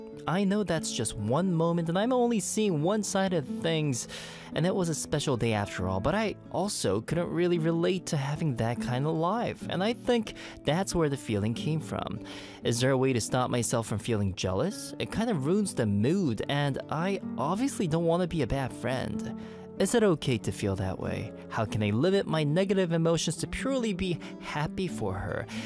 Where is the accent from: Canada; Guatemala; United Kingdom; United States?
Canada; Montreal, Quebec; now in Korea; So I was raised in Montreal, as you guys all know.